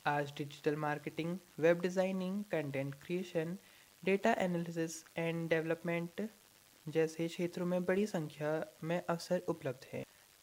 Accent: Almora, Uttarakhand, India; और मैं यहीं अल्मोड़ा का रहने वाला हूँ।

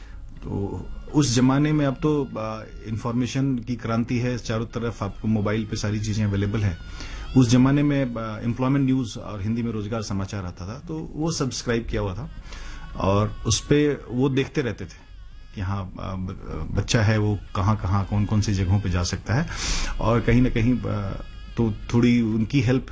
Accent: Bihar, India; मैं बिहार में पैदा पला बड़ा हुआ

